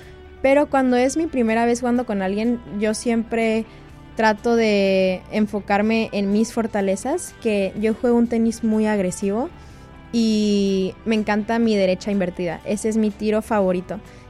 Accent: Mexico

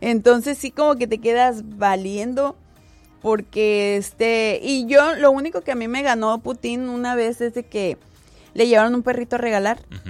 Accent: Mexico; now in San Diego, United States; nosotros como buenos mexicanos

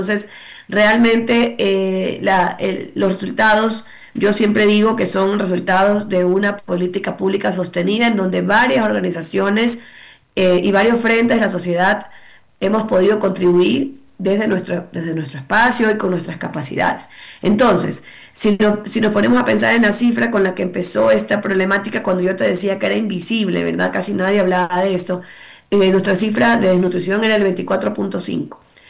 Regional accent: Ecuador

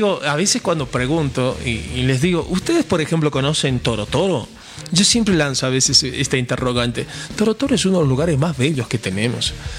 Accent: La Paz, Bolivia; Nosotros habitualmente decimos, no decimos somos paseños, decimos somos bolivianos.

